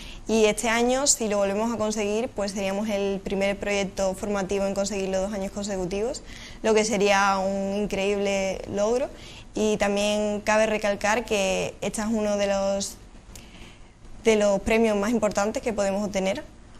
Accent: Cádiz, Andalusia, Spain; soy gaditana, estoy de aquí

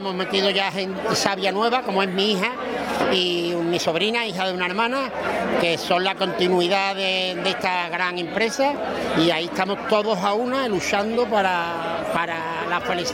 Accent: Seville, Andalusia, Spain; born there; moved away as an adult; now in Rota, Spain; y me vine a vivir aquí porque también lo quiero de toda la vida esta tierra, igual que quiero mi tierra de Sevilla, que es donde nací

